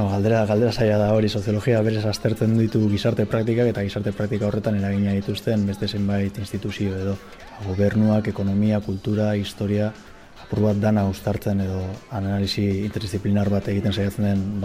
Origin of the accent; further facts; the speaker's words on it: Basque Country, Spain; Euskal Herrikoa gara